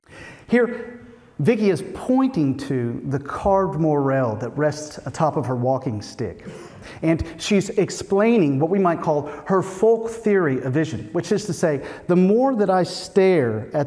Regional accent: Indiana, United States; I see organized food gathering, and I came from Indiana.

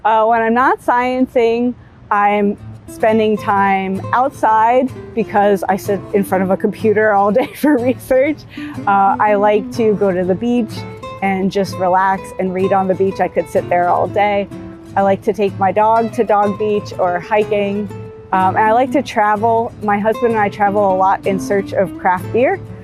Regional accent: Baltimore, Maryland, United States; I grew up in Baltimore, Maryland, which is right on the Chesapeake Bay.

